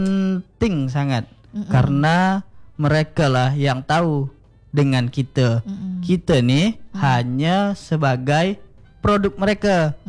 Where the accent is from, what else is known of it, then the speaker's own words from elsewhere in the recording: West Kalimantan, Indonesia; moved away as an adult; now in Pontianak, Indonesia; Setiap saya mau berangkat dari Sungai Jaga, dari kampung saya tuh ke Pontianak